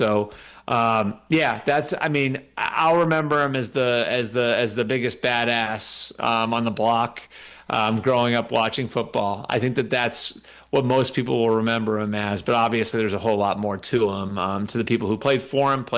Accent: New England, United States; Yeah, I mean, so I was born in 1980. So, like, one of my earliest memories and growing up in New England was the 85 Bears

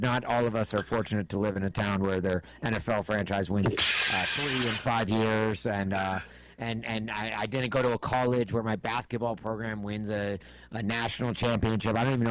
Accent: Los Angeles, California, United States; born there; I was born in Los Angeles

